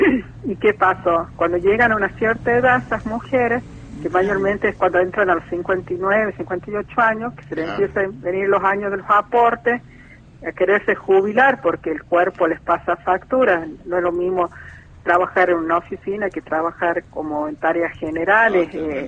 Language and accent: Spanish; La Rioja, Argentina; yo estoy preocupada como riojana